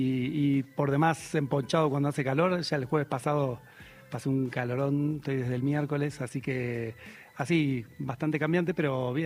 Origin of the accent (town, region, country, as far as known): Buenos Aires, Argentina